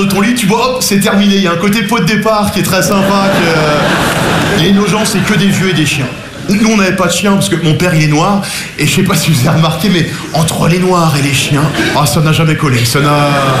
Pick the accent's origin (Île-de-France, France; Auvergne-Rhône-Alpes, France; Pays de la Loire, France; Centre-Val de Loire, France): Île-de-France, France; Nogent-sur-Marne; J'ai grandi à Nogent-sur-Marne, je suis passionné à côté. Petite banlieue très bourgeoise, genre la Marne, les guinguettes, la fête du petit vin blanc